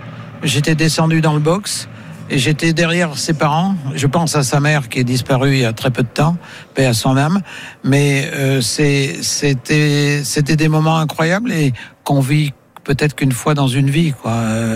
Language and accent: French; Auvergne-Rhône-Alpes, France; Non, non, c'est bon, moi, je suis auvergnat, alors.